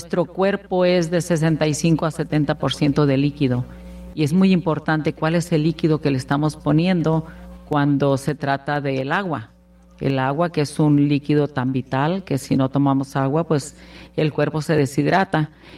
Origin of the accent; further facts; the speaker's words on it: Colima, Mexico; Yo soy de Colima